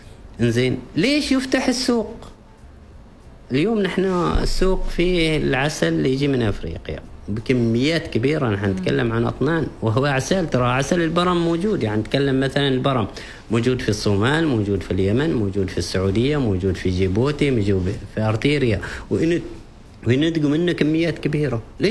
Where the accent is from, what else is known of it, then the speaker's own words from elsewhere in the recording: Oman; عندنا في عمان